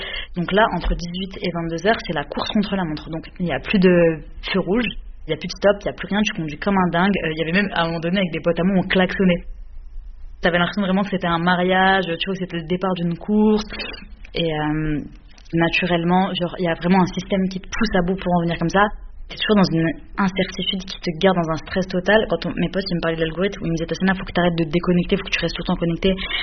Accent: Metz, Grand Est, France; now in Créteil, France; J'ai grandi à Metz, donc je viens de la Lorraine, du 57, et aujourd'hui j'habite à Créteil dans le 94.

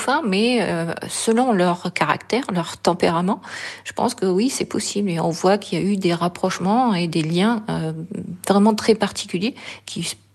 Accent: Southern France, France; accent: southern; moi, j'ai un accent du sud

